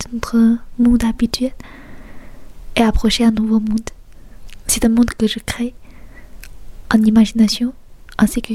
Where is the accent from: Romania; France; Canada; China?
China; moved away as an adult; Je suis une étudiante chinoise qui vient ici pour faire mes études en littérature.